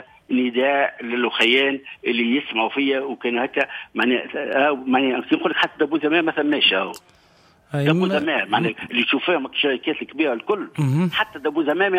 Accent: Tunisia

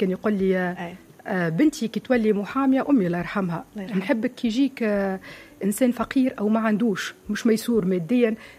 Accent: Tozeur Governorate, Tunisia; also born or lived in Tunis; نحن من الجنوب كما أنا نقول لهم راني سافرت إلى دول عديدة. بالحق نقول مشيت للقارات الكل راني كسافرت، وكي أنا مثلا نمشي لبلادي للتوزر

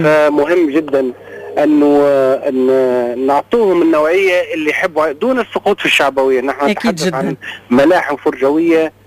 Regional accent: southern Tunisia, Tunisia; moved away; أنا حتى رغم غربتي ترعرعت وكبرت في الجنوب التونسي وفي في هذه الأرض

